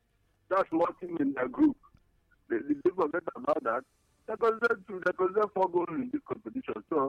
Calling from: Manchester, North West England, United Kingdom; Yes, I'm from Manchester.

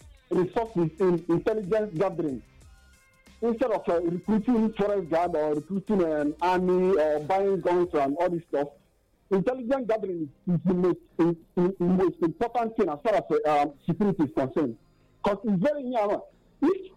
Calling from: Nigeria; I'm calling from Afikbo. Alpha Niger.

